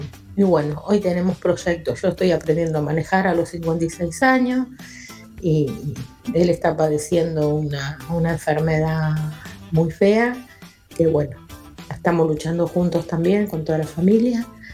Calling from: Lomas de Zamora, Buenos Aires Province, Argentina; de Lomas de Zamora.

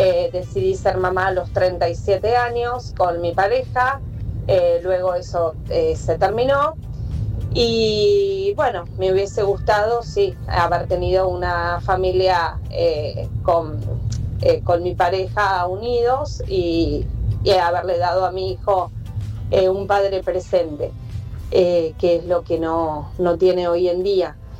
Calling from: Berisso, Buenos Aires Province, Argentina; de Berisso, provincia de Buenos Aires.

